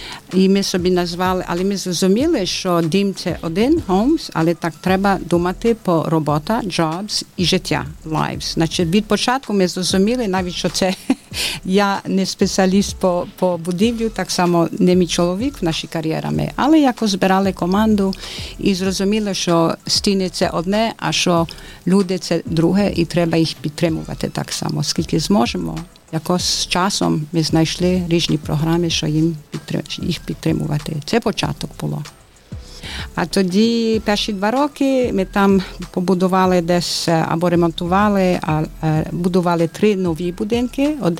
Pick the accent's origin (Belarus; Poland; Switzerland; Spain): Switzerland; Geneva; moved away as an adult; now in Ivano-Frankivsk, Ukraine; це я з Женева, Швейцарія. Це так само невелике, дуже знане, але невелике місто. Я себе чую тут як вдома.